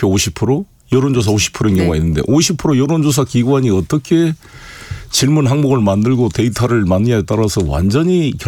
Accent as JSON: {"language": "Korean", "region": "Honam", "country": "South Korea", "tie": "born or raised there", "moved": "yes", "said": "저도 호남 출신이지만"}